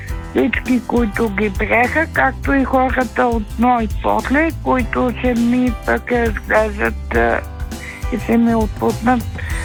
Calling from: Sofia, Sofia City, Bulgaria; от София съм.

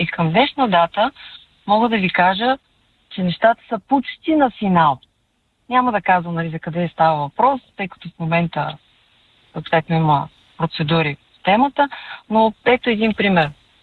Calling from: Sofia, Sofia City, Bulgaria; от София съм пак.

